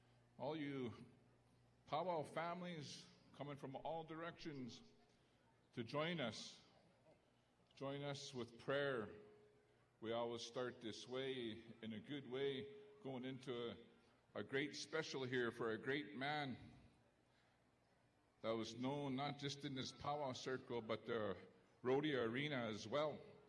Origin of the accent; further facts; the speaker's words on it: Canada; I'm from Sault Ste. Inna Nation, have a lot of family here in a four band.